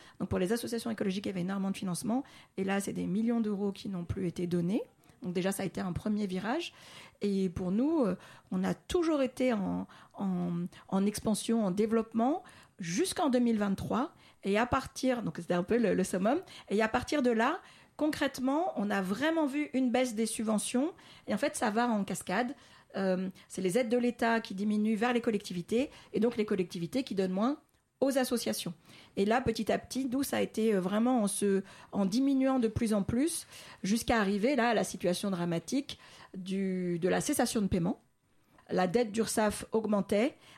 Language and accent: French; Île-de-France, France; also born or lived in Algeria; now in Issy-les-Moulineaux, France; Non, je suis née en Algérie. Je suis arrivée en France toute petite. Et j'ai grandi principalement dans les Hauts-de-Seine, plutôt dans des quartiers populaires.